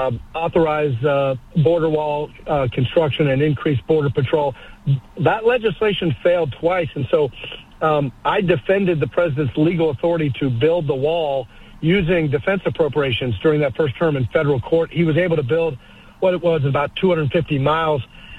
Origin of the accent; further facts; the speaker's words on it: Lexington, Kentucky, United States; my hometown of Lexington